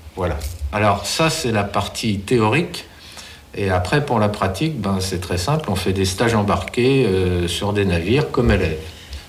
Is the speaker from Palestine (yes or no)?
no; Brittany, France; born there; je suis breton d'origine